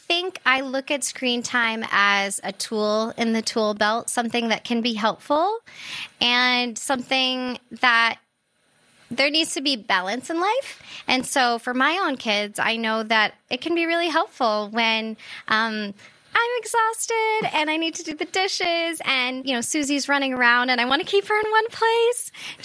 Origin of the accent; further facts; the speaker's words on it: Maine, United States; It was really wonderful. I loved being outside and kind of had that 80s, 90s childhood where you were out until your parents were like, come home, and the street lights went on